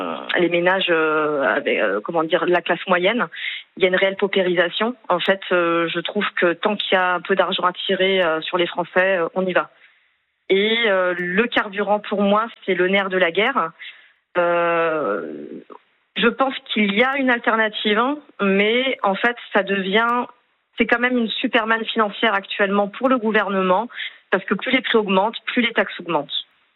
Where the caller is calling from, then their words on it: Occitanie, France; je suis en Occitanie, plus précisément dans ce qu'on appelait avant le Midi-Pyrénées, du côté de Montauban.